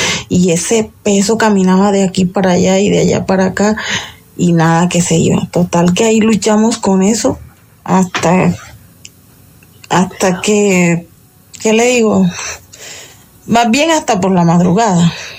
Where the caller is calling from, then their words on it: Medellín, Antioquia, Colombia; de aquí, desde Medellín.